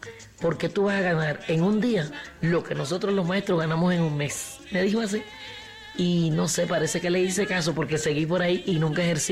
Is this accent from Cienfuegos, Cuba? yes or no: no; Havana, Cuba; born there; mi familia, todos mis padres y mi hermana mayor son de Pinar del Río. Pero ya de mí para abajo todos nacimos en La Habana.